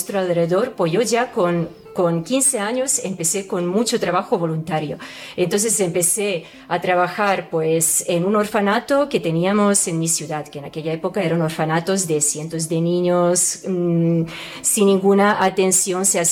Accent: Serbia; Spanish is a second language; moved away as an adult; país, de mi país, después de todo lo que ha pasado. Yo tengo que admitir de que realmente cuando salí de Serbia yo estaba agotada.

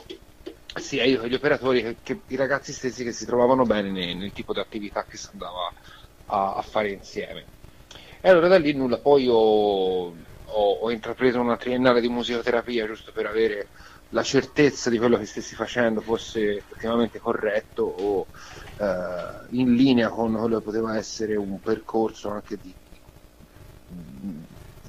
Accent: Montemurlo, Tuscany, Italy; io sono di Prato, nello specifico Montemurlo

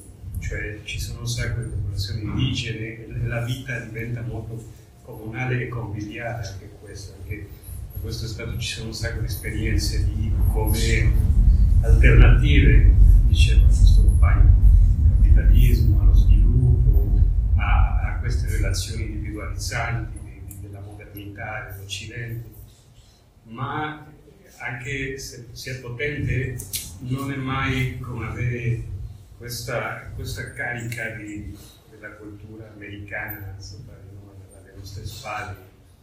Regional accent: Mexico; Io vengo dal Messico, lì la realtà, diciamo, nordamericana degli Stati Uniti è molto presente nel senso della salute mentale

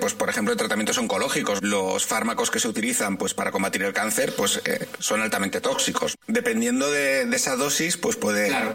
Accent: Galicia, Spain; soy gallego

